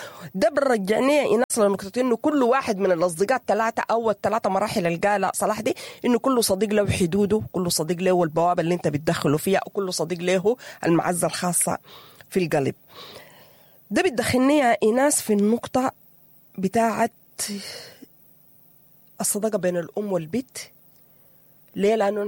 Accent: Sudan; المصيبة الكبيرة اللي احنا بقينا واقعين فيها نحن كمجتمع سوداني،

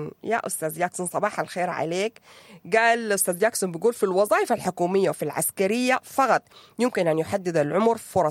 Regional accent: Sudan

